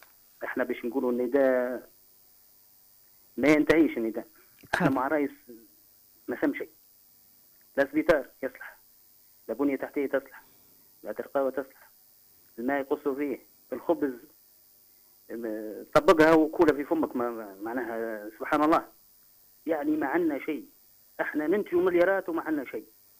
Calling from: Oum El Araies, Gafsa Governorate, Tunisia; إذا كان أنا مشني تونسي مشني تابعين معتمديت معرايس مشني تابع تونس

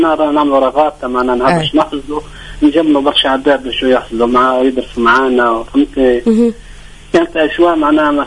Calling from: Djerba, Medenine, Tunisia

